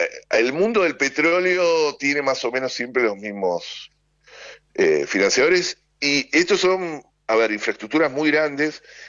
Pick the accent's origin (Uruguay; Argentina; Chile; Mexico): Argentina